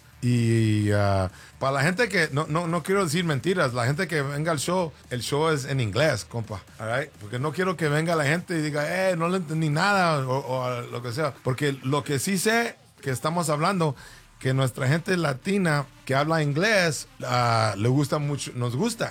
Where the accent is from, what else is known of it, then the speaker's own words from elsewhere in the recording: Mexico; born there; Spanish is a second language; Yo nací en México, ¿verdad?